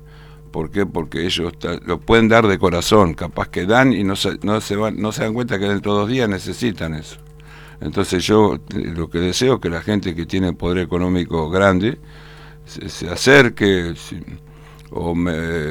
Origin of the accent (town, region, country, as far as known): Argentina